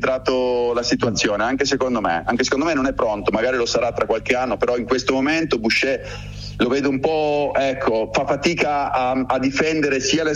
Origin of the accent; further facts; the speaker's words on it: Genoa, Liguria, Italy; No, di Genova città, intendevo. Genova città, sono di Genova città, è una cosa straordinaria.